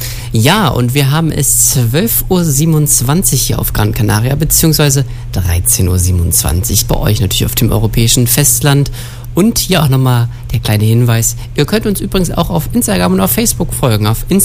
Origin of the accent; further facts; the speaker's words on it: Saxony-Anhalt, Germany; Aber zum Beispiel bei Sachsen-Anhalt, wo ich herkomme, da liegt die tatsächlich mit am niedrigsten